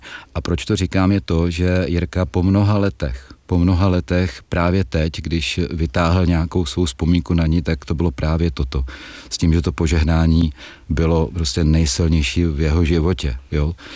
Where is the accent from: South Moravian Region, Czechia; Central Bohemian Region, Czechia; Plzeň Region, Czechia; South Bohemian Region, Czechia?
South Moravian Region, Czechia; Brno; já jsem rodilý Brňák